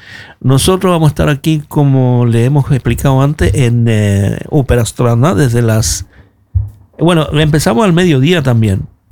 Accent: Venezuela; Sí, yo soy venezolano.

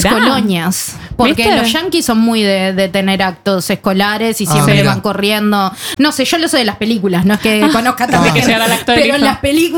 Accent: Uruguay; moved away; como bailamos los uruguayos, como si estuviéramos arriba de un tablado haciendo murga. Así bailamos en Uruguay.

